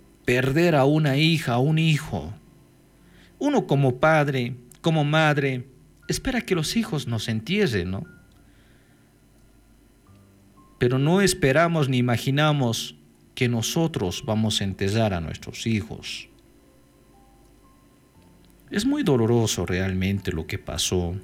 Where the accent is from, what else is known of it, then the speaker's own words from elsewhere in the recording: Bolivia; Esta es una herida que nos duele a todos como bolivianas y bolivianos.